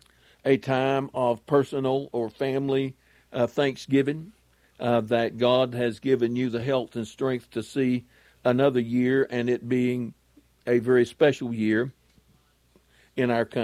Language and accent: English; United States; I am an American, an American citizen, that I was fortunate enough to be born in this country and to be brought up with an idea of law and order, and that Christian faith was the most important thing in anyone's life.